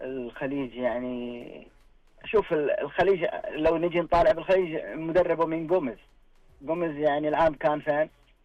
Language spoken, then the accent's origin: Arabic; Saudi Arabia; إحنا نعاني منها كمدربين سعوديين